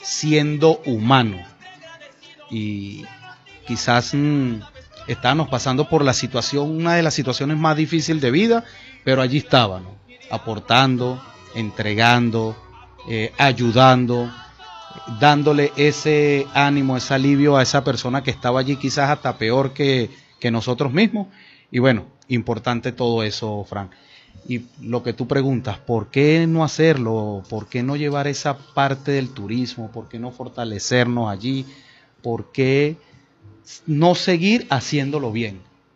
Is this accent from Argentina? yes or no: no; Venezuela